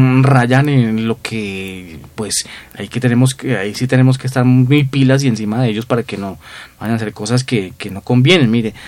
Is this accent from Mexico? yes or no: no; Cali, Valle del Cauca, Colombia; Cuando era niño en Cali